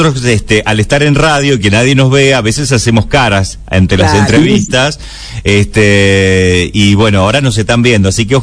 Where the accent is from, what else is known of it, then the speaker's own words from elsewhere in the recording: Pehuajó, Buenos Aires Province, Argentina; now in Mendoza, Argentina; Pehuajó, provincia de Buenos Aires.